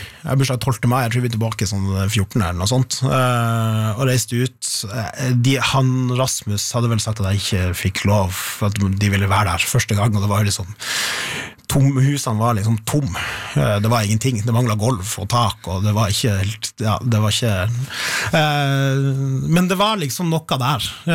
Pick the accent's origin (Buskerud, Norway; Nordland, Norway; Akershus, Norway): Nordland, Norway; Sigerfjord; Og da flytta liksom to av sønnerne til Sigerfjorden der jeg er fra, og tok med seg blant annet det huset jeg bor i, og flytta til Sigerfjorden.